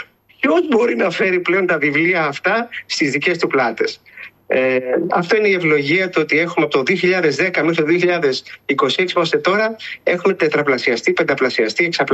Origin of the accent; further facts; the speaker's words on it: Greece; now in Cambridge, United Kingdom; ήμασταν οι Έλληνες, οι Ελλαδίτες από την Ελλάδα, ήμασταν αρκετά λιγότεροι στη Μεγάλη Βρετανία.